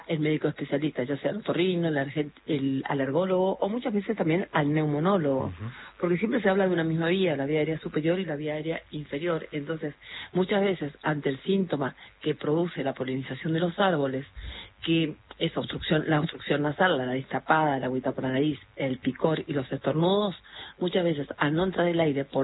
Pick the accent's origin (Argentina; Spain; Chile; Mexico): Argentina; Bellavista, Corrientes; born or raised there; now in Buenos Aires, Argentina